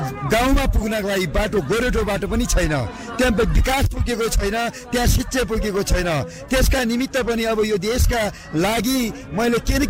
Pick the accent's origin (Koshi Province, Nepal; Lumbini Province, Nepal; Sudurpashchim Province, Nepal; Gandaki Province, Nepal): Sudurpashchim Province, Nepal; Byas; म दार्चुला जिल्ला, सुदूरपश्चिम प्रदेशको दार्चुला जिल्लाबाट, म ब्यास गाउँपालिका हो मेरो घर।